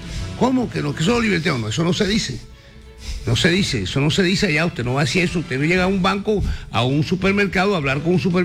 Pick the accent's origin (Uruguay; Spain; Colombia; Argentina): Colombia; Caribbean coast; A mí como costeño.